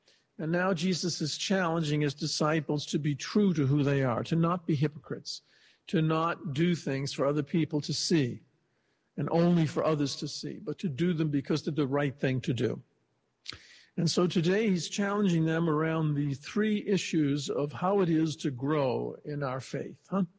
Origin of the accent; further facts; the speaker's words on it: Boston, Massachusetts, United States; I'm a Bostonian